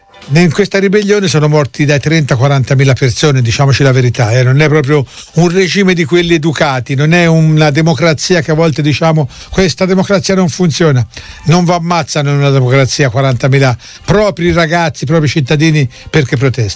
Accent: Arezzo, Tuscany, Italy; Io ci sono cresciuto a Saione

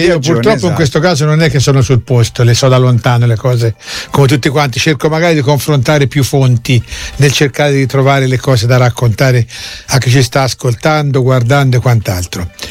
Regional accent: Arezzo, Tuscany, Italy; Io ci sono cresciuto a Saione

